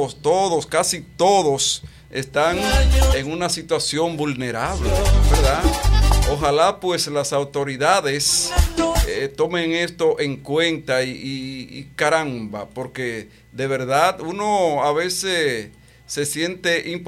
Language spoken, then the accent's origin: Spanish; Dominican Republic; De manera que si nosotros como dominicanos no alzamos la voz